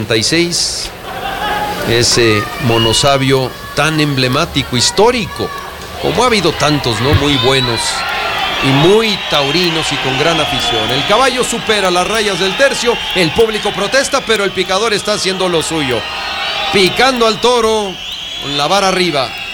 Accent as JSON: {"language": "Spanish", "country": "Mexico", "said": "como decimos en México"}